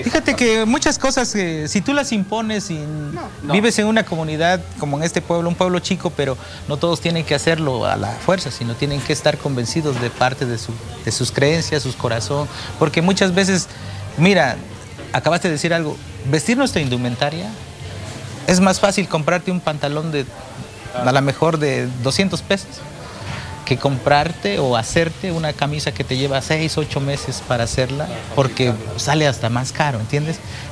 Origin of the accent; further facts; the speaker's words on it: San Martín Tilcajete, Oaxaca, Mexico; Mi pueblo se llama San Martín Tilcajete.